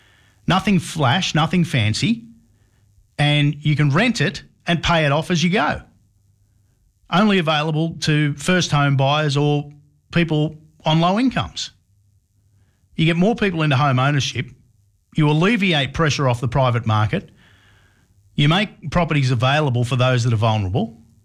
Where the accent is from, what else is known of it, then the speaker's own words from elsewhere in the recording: Sydney, New South Wales, Australia; I grew up in Western Sydney, not far from Badgerys Creek, where this airport is.